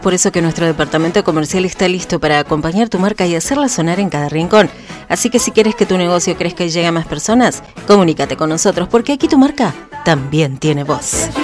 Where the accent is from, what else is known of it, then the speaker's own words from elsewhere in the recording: La Plata, Buenos Aires Province, Argentina; Yo también soy de Altos de San Lorenzo